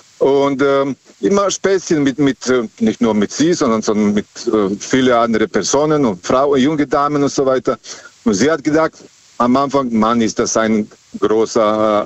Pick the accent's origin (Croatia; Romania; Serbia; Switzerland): Serbia; Das heißt, ich komme aus Serbien